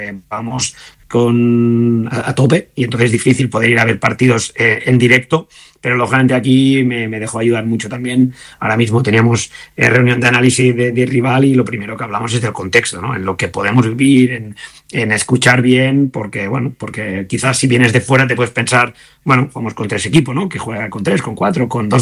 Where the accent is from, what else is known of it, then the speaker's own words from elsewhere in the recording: Granollers, Catalonia, Spain; en mi pueblo, en Granollers